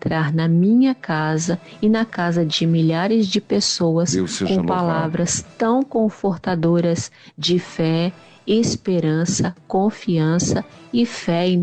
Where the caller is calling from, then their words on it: Cubatão, São Paulo, Brazil; sou da cidade de Cubatão, São Paulo. Acompanho o programa Experiência de Deus pelo canal 50, aqui na Baixada Santista.